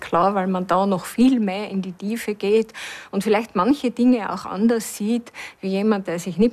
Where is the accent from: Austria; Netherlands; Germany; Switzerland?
Austria; Tyrol; Es ist meine Heimat. Ich bin gerne hier. Ich hätte mir nie überlegt, irgendwo anders hinzugehen, weil es mir hier eben so gut gefällt.